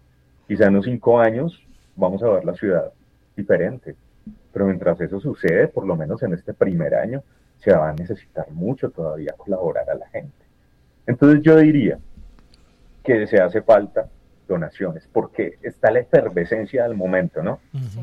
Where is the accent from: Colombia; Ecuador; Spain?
Colombia; Pereira, Risaralda; moved away as an adult; now in Bogotá, Colombia; ¿Cómo se puede sentir uno como pereirano? Ver la ciudad donde uno nació, creció, bueno, yo vivo en Bogotá, pero yo con mucha frecuencia vengo aquí a Pereira